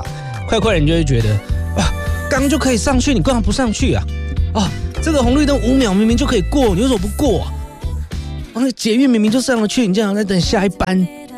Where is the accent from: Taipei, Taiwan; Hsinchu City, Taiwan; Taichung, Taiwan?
Taipei, Taiwan; moved away as an adult; now in Tainan, Taiwan; 因为我算是台北人啦，以前小时候就是在台北生活了，那后来我真的是没有办法接受台北的快步调，后来又去台南生活